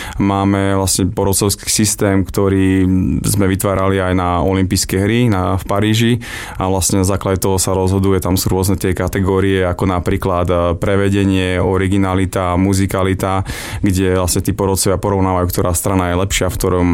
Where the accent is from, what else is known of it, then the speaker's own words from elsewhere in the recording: Banská Bystrica, Banská Bystrica Region, Slovakia; Určite som hrdý na to, že som Bystričan, máme krásne mesto